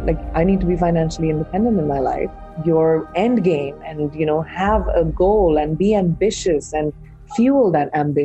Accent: India; I'm an Indian who's grown up in India

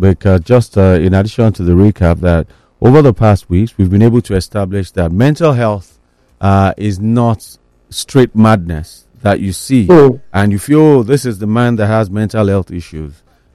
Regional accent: Nigeria; as a Nigerian, as an average person who has been in the rain

